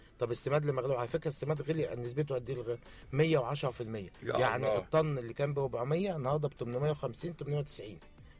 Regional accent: Egypt

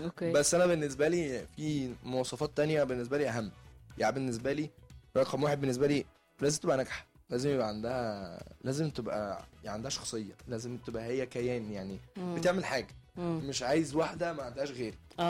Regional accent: Alexandria, Alexandria Governorate, Egypt; moved away; انا من اسكندريه.

